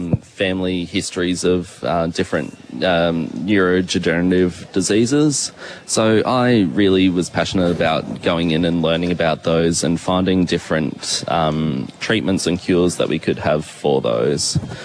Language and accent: English; Tasmania, Australia; Yes, so I was born down in Tassie and grew up here all my life.